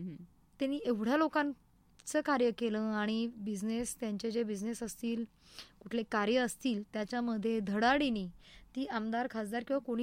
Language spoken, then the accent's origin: Marathi; Bhingar, Maharashtra, India; also born or lived in Ahmednagar; माझं बालपण भिंगारमध्ये गेलं, वडील आर्मीमध्ये होते